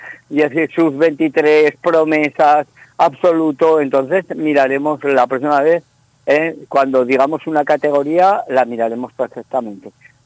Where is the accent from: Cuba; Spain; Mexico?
Spain; Aragon; sobre todo a todo lo que nos hace tribu, como maños.